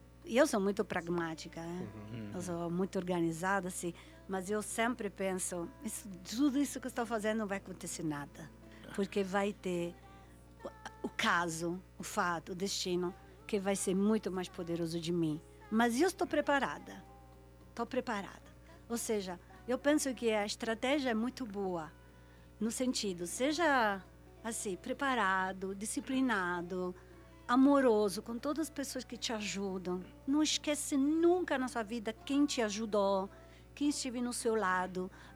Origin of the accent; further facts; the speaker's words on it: Pavia, Lombardy, Italy; moved away; o ponte coberto da cidade de Pavia, onde eu nasci. A minha casa está exatamente lá